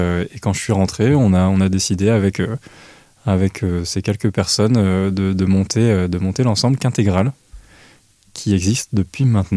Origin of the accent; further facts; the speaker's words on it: Grand Est, France; Donc Vosgien d'origine, je suis venu à Troyes pour faire la classe CHAM